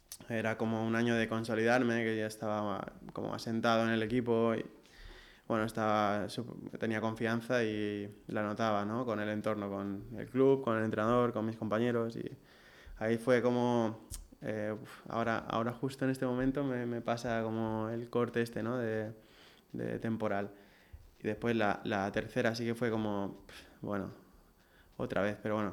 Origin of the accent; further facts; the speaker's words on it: Campos, Balearic Islands, Spain; yo empecé a jugar en el Campos, yo soy de Campos, pues empecé a jugar allí a los... No sé si tendría 6 años